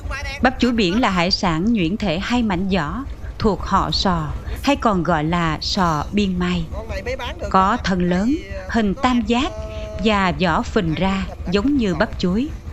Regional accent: Kien Giang, Vietnam; Hòn Sơn quê tôi

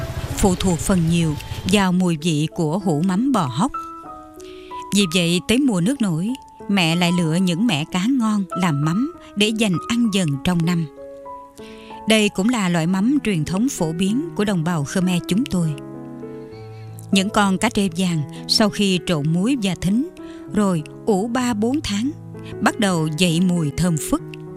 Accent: Mekong Delta, Vietnam; Là người con sinh ra và lớn lên ở miền Tây, tôi vẫn luôn tự hào về quê hương của mình

